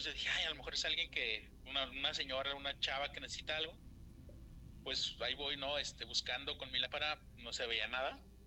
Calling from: Guadalajara, Jalisco, Mexico; De aquí, de Guadalajara, del merito Huentitán el Bajo.

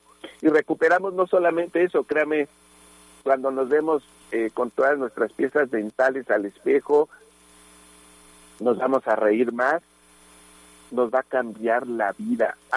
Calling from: Ixtapaluca, State of Mexico, Mexico; de Iztapaluca.

